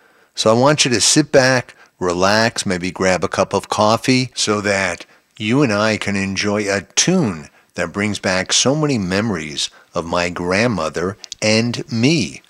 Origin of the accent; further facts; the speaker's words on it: New York City, New York, United States; WABC, WMCA, they were the big rock and roll stations growing up in the New York City area.